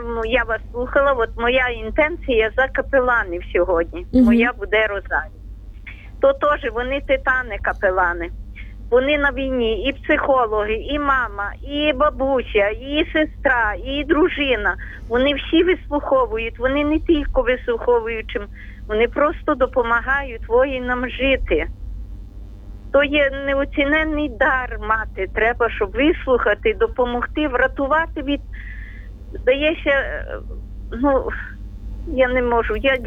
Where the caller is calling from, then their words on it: Ternopil Oblast, Ukraine; але з Тернопільщини.